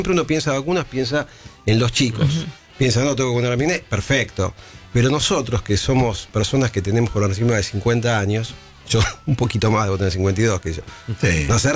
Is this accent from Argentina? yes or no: yes; Argentina; Nosotros, bueno, somos argentinos, estamos siempre claro, preparados para la guerra.